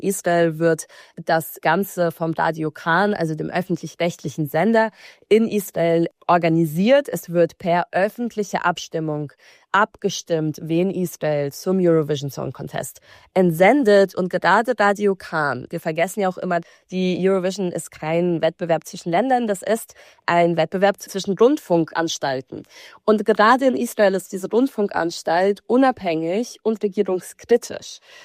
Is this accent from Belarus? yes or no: yes; Belarus; muss ich auch sagen, ich komme aus Belarus. Ich bin lange Zeit mit russischen Medien aufgewachsen